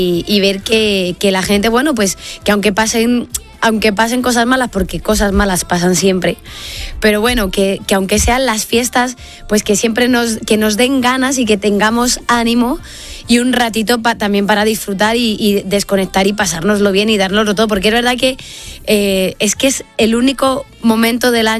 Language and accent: Spanish; Segovia, Castile and León, Spain; he estado en la fiesta de mi pueblo, en el pregón, y es verdad que se abrió y se cerró con esta, pero claro, yo soy de allí